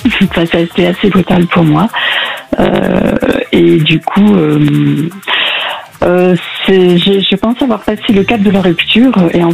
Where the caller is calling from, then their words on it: Nouvelle-Aquitaine, France; De la Nouvelle-Aquitaine.